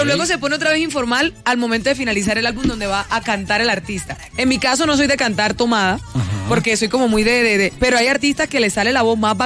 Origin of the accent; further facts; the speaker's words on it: Aguachica, Cesar, Colombia; Y queda cerca a mi pueblo, Aguachica Cesar, entonces me queda cerca para visitar a mis papás.